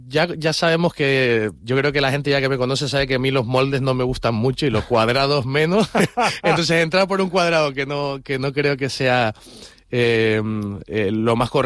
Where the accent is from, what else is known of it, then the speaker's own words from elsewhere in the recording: Canary Islands, Spain; Y siempre juntándose con de donde yo vengo y de lo que yo he mamado, ¿no? Es decir, tanto de la música del folclore canario